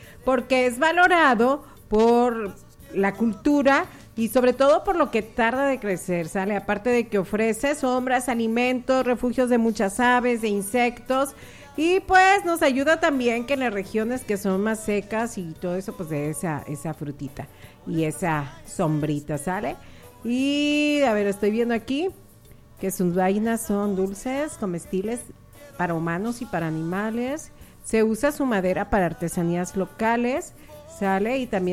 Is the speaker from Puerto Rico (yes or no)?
no; Mexico; porque somos mexicanos